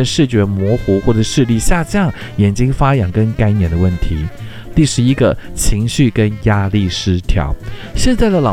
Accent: Taiwan; 肝病呢是我们台湾人的国病

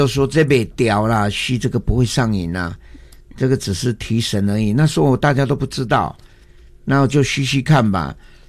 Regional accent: Daxi, Taoyuan, Taiwan; also born or lived in Yangmei; 我的老家 嗯， 在大溪齁乔爱，我的家2楼半

